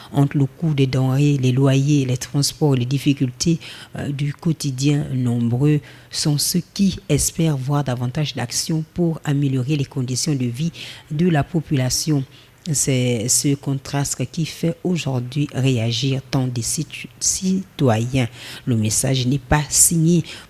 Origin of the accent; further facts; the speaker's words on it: Gabon; Mais pourquoi nous rendre la tâche si difficile quand nous savons qu'en tant que Gabonais et agent de l'État, c'est notre droit d'avoir une pièce d'identité?